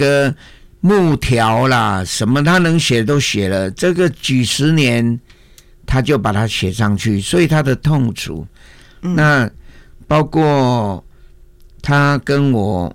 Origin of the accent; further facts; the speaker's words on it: Daxi, Taoyuan, Taiwan; 在大溪哈乔爱，我的家2楼半